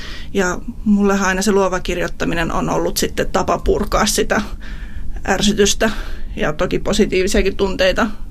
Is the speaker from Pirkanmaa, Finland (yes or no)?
no; Hamina, Kymenlaakso, Finland; moved away as an adult; also born or lived in Kotka; Sellainen viaton 21-vuotias metsätalousinsinööriopiskelija. Asuin silloin Kotkassa, olin muuttanut Haminasta kotikaupungistani sinne.